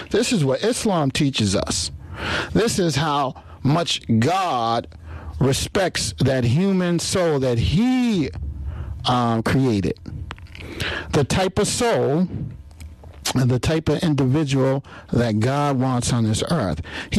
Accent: United States; I'm African American, and my people were enslaved.

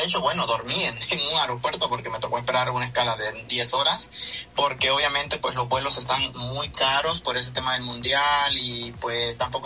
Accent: Honduras; lo digo como hondureño, como periodista

